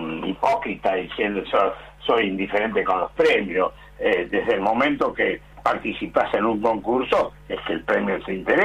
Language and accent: Spanish; Buenos Aires, Argentina; born there